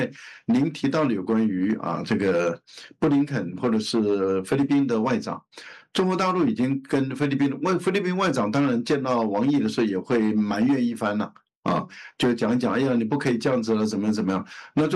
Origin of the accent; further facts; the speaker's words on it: Taiwan; 我们台湾话叫落差